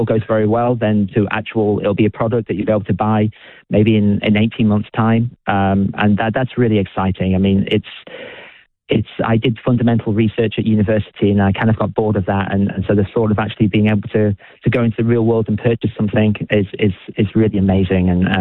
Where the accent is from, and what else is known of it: United Kingdom; now in New Zealand